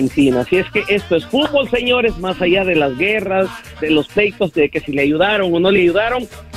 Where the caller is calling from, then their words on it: El Salvador; En Centroamérica tenemos mal fútbol y por años le hemos ido a selecciones como Argentina.